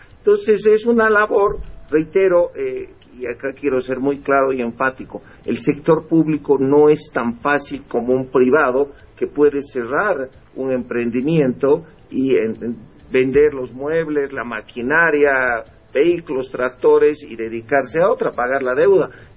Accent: Potosí, Bolivia; now in La Paz, Bolivia; Aunque no soy paseño. Soy potosino, pero muy agradecido. Vivo casi 38 años en La Paz, ya paseño, pero de corazón todavía potosino.

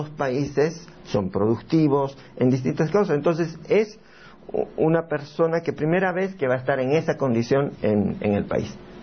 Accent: Santa Cruz, Bolivia; somos parte de Bolivia igual, hemos estado retrocediendo, necesitamos reencantarnos con la historia de crecimiento cruceña

